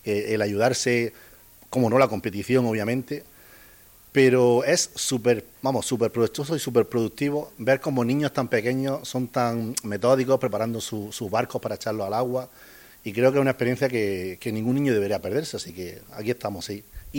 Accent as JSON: {"language": "Spanish", "town": "Motril", "region": "Andalusia", "country": "Spain", "said": "todos los empresarios motrileños"}